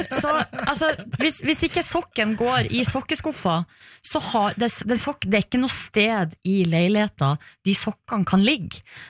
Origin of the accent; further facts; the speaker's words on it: Hamarøy, Nordland, Norway; born there; hjemme på Hammarøy